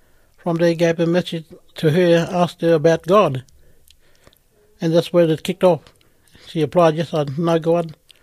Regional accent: Port Augusta, South Australia, Australia; I come from Port Augusta in South Australia, 300 k's north of Adelaide.

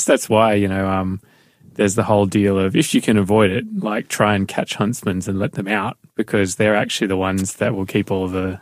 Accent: Newcastle, New South Wales, Australia; now in Melbourne, Australia; I remember growing up in Newcastle

